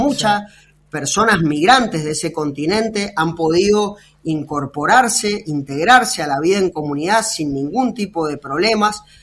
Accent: Argentina

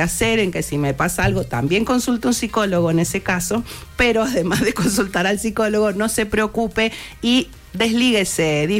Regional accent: Argentina

